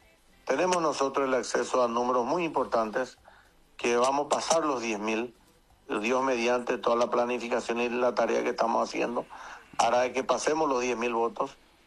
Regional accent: Carapeguá, Paraguarí, Paraguay; a mi pueblo carapegüeño

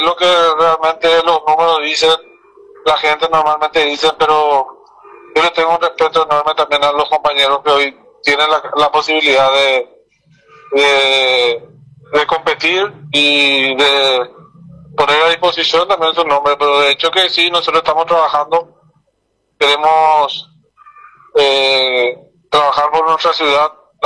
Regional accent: Paraguay; nuestro querido Paraguay

